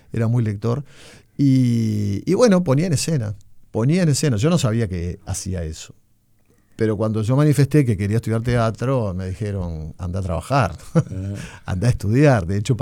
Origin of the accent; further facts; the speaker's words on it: Uruguay; also born or lived in Montevideo; now in interior of Uruguay; como tantos uruguayos, me fui al interior del país. Estoy viviendo no en Montevideo ya.